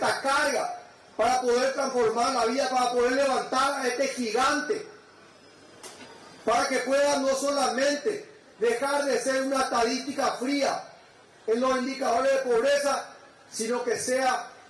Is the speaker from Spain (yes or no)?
no; Paraguay